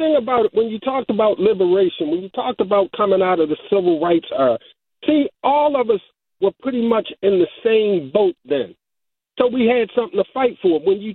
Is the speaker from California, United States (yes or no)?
no; Baltimore, Maryland, United States; I'm from Baltimore too, so when I went in Cherry Hill to the barbershop as a little boy, I looked at the Jet Centerfold.